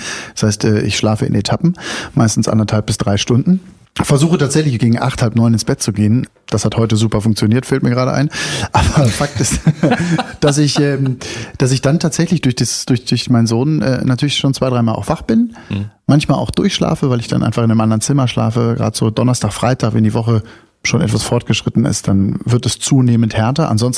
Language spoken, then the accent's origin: German; Brandenburg, Germany; also born or lived in Berlin; Also erstmal bin ich ja Brandenburger selber, ja, und bin mittlerweile aus Berlin weggezogen und liebe das sehr, dieses Bundesland auch